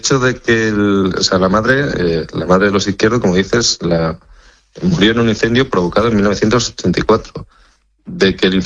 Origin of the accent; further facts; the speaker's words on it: Extremadura, Spain; Yo soy extremeño, pero bueno, vivo un poquito lejos de allí.